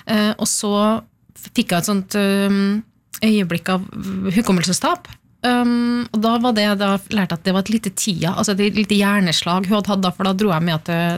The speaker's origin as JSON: {"language": "Norwegian", "town": "Trondheim", "region": "Trøndelag", "country": "Norway", "also_born_or_lived": "Oslo", "moved": "as an adult", "lives_now": "Trondheim, Norway", "said": "vi flyttet jo hjem fra Oslo til Trondheim for å være nær min mor. Ja. Altså, jeg jobbet I Oslo og bodde I Oslo mange år."}